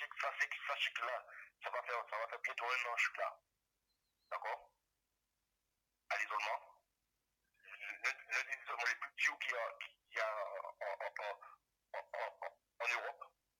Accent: Guadeloupe, France; moved away; moi, je suis un Guadeloupéen, et j'ai le mental, et la force de tenir malgré tout.

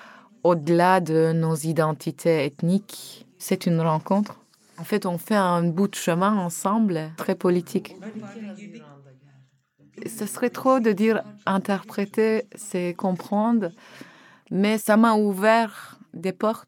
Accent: Anatolia, Turkey; moved away; je peux dire fièrement que je viens d'Anatolie.

